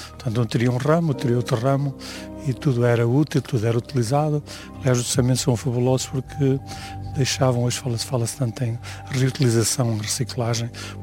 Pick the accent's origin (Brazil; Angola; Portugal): Portugal; Picote, Norte; costumo dizer sempre Picute, porque é isso, digamos que é a primeira palavra que me vem à mente quando me dizem, de onde é que és? Sou de Picute, sou de aqui. Portanto, Picote é um aportuguesamento, digamos, da palavra.